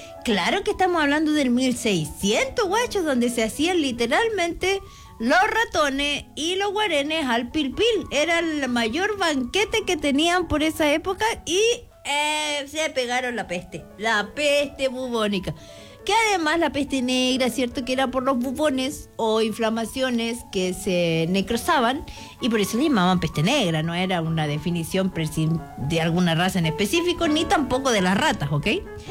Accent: Valparaíso, Chile; Se olvidan que yo vengo de Valparaíso.

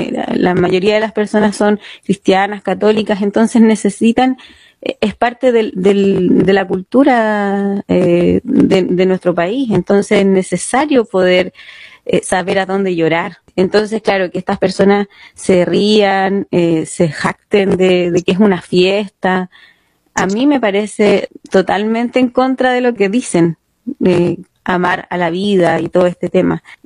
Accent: Chile; nosotros como chilenos y chilenas

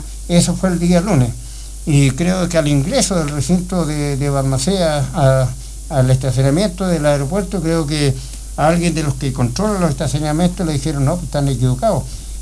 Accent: Aysén, Chile; Somos gente de la Patagonia, somos gente del campo.

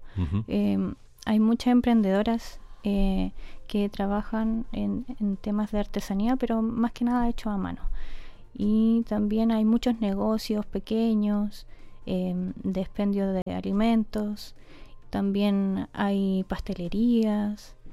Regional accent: Longaví, Maule, Chile; Sí, nacida y criada acá en Longaví, desde la Quinta Norte.

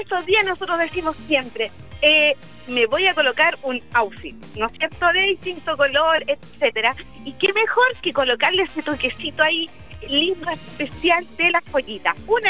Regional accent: Chile; Mañana estamos de sol a sol, como buen chileno.

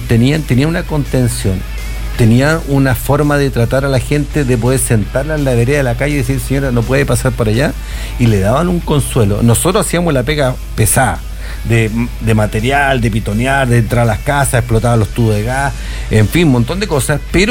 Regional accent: Chile; somos de Chile.

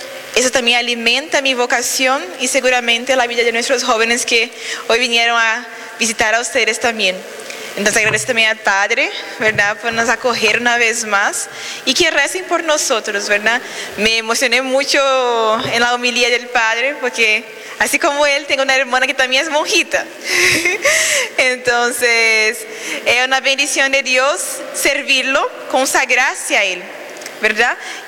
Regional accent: Brazil; now in Santiago, Chile; yo soy de Brasil

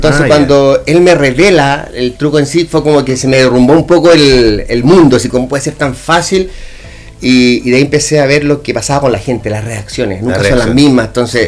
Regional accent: Palmilla, O'Higgins, Chile; also born or lived in San José del Carmen del Huique; nacido y criado en Palmilla, en la zona.

